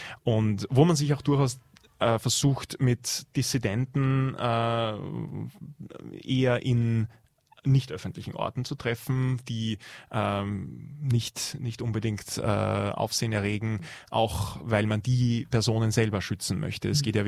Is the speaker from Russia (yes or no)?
no; Austria; als Österreicher ist man natürlich bei